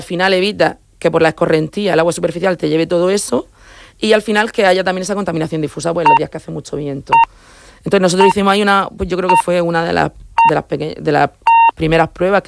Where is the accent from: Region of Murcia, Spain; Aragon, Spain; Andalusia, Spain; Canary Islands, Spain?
Region of Murcia, Spain; La Unión; Es que somos el municipio de la Unión de Cartagena, la zona de Pormán, sí.